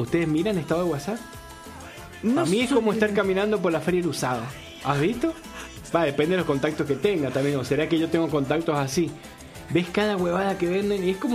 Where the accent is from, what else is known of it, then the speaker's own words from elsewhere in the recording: Rivadavia, San Juan, Argentina; Claro, yo soy Rivadavia en San Juan. Mi barrio se llama Barrio Rivadavia Norte, pero está el departamento Rivadav